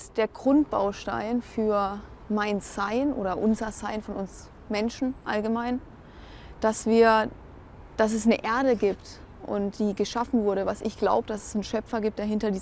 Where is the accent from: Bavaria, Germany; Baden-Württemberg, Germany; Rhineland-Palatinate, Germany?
Bavaria, Germany; Regensburg; born there; dass mein Geburtsort Regensburg, da fließt auch ein Fluss durch.